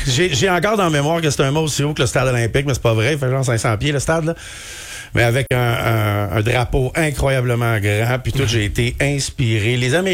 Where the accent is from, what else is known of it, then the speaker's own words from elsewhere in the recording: Quebec, Canada; first language French; moi, en plus, je suis un Québécois